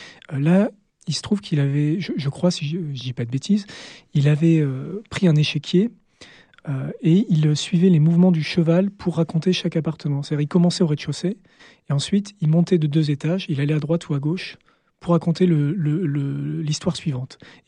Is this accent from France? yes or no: yes; Palaiseau, Île-de-France, France; j'ai grandi, en fait, dans une banlieue parisienne assez banlieue dortoir, assez désincarnée, plutôt aisée. C'est Palaiseau, pour ceux qui connaissent dans l'Essonne.